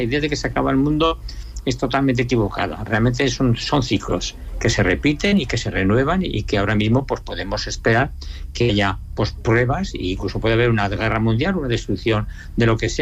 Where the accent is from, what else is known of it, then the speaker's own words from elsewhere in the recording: Teruel, Aragon, Spain; now in Zaragoza, Spain; Sí, sí, sí, al final he vuelto a mi tierra. Después de recorrer media España, al final he vuelto a mi tierra.